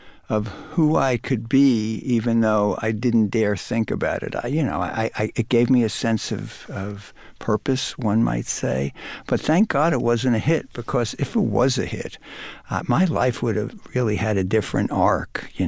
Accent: Brooklyn, New York, United States; And when I was growing up in Brooklyn, I would see the older kids on the corner hitting notes, as it were, and that was the first music that touched my

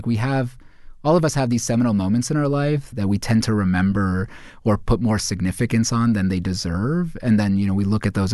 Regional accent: India; of course, as an Indian author, my stories are about Indian folks

